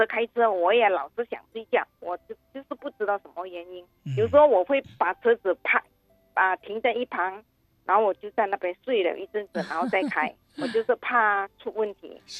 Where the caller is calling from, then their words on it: Vancouver, British Columbia, Canada; Chinese is a second language; 我是来自温哥华的加拿大温哥华的